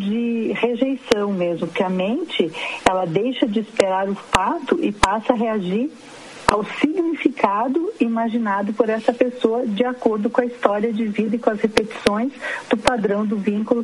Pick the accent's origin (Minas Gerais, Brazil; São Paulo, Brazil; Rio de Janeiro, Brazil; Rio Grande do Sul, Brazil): Rio Grande do Sul, Brazil; Alegria; Eu sou de Alegria e ela é de São Martinho.